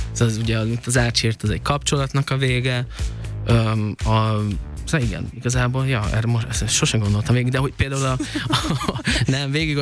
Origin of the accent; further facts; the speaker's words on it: Budapest, Hungary; Zuglóba, én zuglói vagyok, én nagyon sok helyen éltem életem során, és Zugló az a legfixebb, és ott lakom most már a legrégebb óta, szóval azt mondanám, hogy zuglói vagyok.